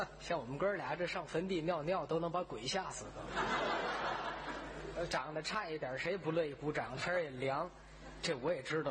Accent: Tianjin, China; accent: Tianjin dialect; 按照我们天津话来说

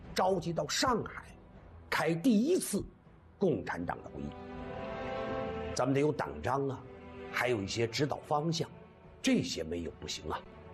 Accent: China

